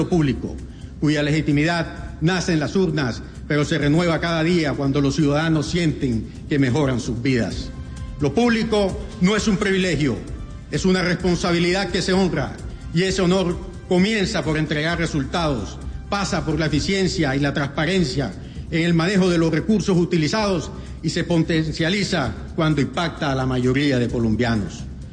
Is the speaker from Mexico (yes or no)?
no; Caribbean Region, Colombia; En nuestra costa Caribe, de donde usted y yo somos presidente de la República, abundan las familias que viven en el diario dilema